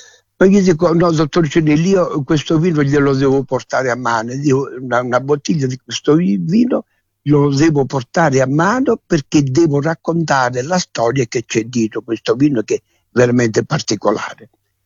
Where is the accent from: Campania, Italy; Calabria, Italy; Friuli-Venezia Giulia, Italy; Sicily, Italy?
Calabria, Italy; Saracena